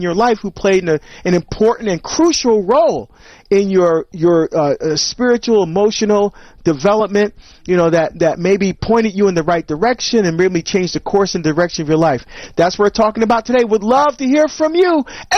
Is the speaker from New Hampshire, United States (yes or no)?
no; New Jersey, United States; Angela's calling from my home state of New Jersey.